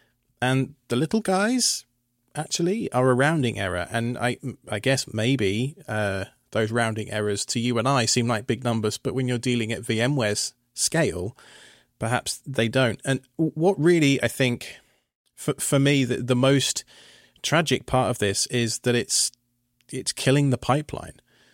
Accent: United Kingdom; Hey, look, dude, I'm British. We practically invented sarcasm

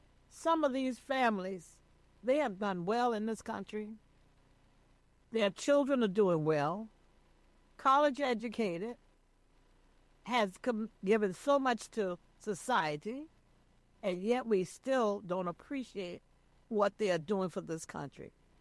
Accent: the South, United States; And I'm a Southerner. I was born in the South.

